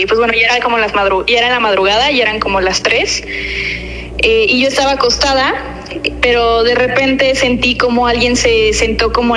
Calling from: Mexico City, Mexico; De la Ciudad de México.

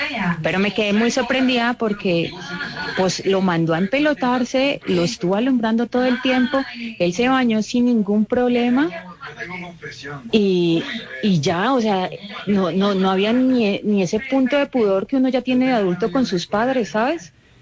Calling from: Mexico; Les hablo desde México.

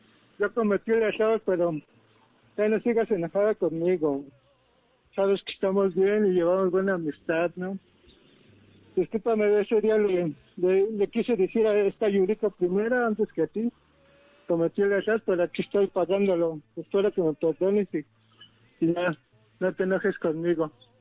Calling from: Ixtapaluca, State of Mexico, Mexico; Anda acá en Iztapaluca.

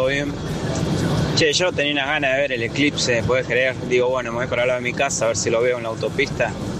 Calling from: Cañuelas, Buenos Aires Province, Argentina; Yo vivo en Cañuelas

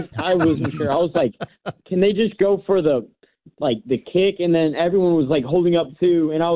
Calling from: Lexington, Kentucky, United States; I'm from Lexington, but I don't go to college at UK.

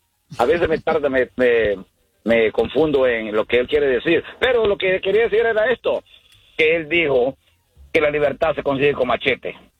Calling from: New York, United States; los hablo de Nueva York.

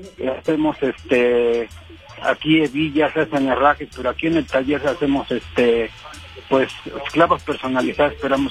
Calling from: Amozoc, Puebla, Mexico; Nosotros somos de aquí de Amozoc, Puebla. Somos artesanos de aquí de Amozoc.

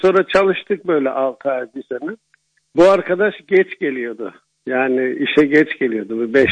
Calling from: Stuttgart, Baden-Württemberg, Germany; Almanya'dan arıyorum

